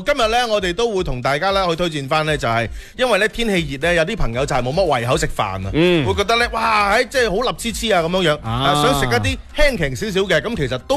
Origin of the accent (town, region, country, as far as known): Guangdong, China